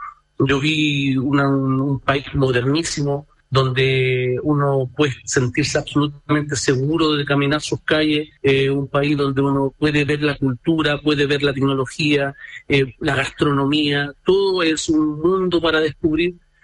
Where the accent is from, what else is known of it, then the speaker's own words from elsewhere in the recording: Chile; en ese caso éramos nosotros los chilenos que andábamos ahí dando vueltas.